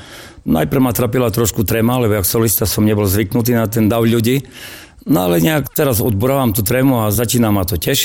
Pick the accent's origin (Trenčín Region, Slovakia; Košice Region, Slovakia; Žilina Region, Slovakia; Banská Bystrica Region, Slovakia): Košice Region, Slovakia; keď sme Zemplínčania